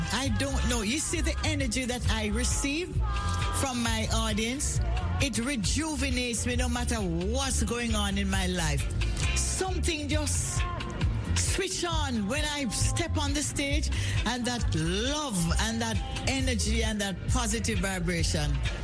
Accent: Kingston, Surrey, Jamaica; we come from West Kingston

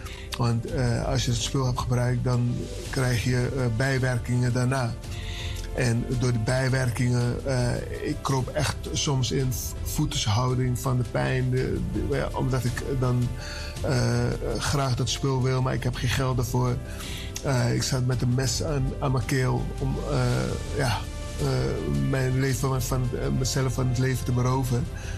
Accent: Suriname; now in Almere, Netherlands; Ik kom uit Suriname. En momenteel woon ik in Almere.

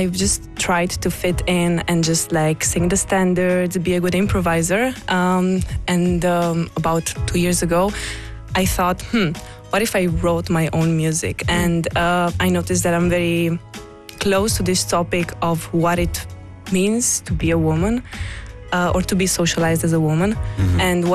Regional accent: Romania; I think it's a society that I grew up around because I am from Romania and I grew up seeing them a lot

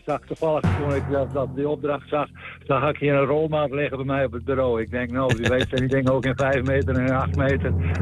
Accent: Friesland, Netherlands; moved away as an adult; also born or lived in Steenwijk / Huizen / Tilburg / Haarlemmermeer; now in Nieuw-Vennep, Netherlands; Ik ben Fries geboren in de Stellingwerven. En heb daar tot mijn 20ste gewoond.

